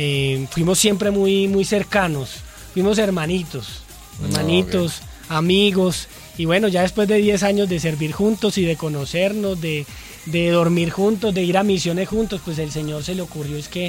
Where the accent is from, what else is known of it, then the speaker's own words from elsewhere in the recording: Caucasia, Antioquia, Colombia; moved away as an adult; now in Medellín, Colombia; Yo no soy de Medellín, yo soy de Caucasia, Antioquia, pueblito que queda más o menos a unas 6 horas de Medellín. Yo llego a Medellín en el año 2006 a estudiar.